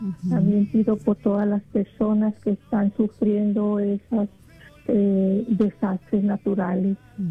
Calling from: Mexicali, Baja California, Mexico; de Mexicali.

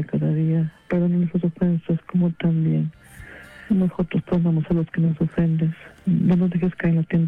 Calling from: Calgary, Alberta, Canada; En Calgary, Canadá.

